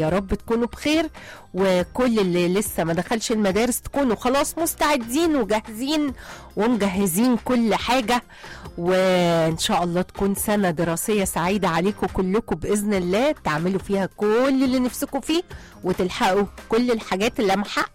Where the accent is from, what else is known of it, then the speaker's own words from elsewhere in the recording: Egypt; ما انا من ايجيبت ومن مصر ومن كل حتة، من مصر طبعا مش من كل حتة، انا من مصر.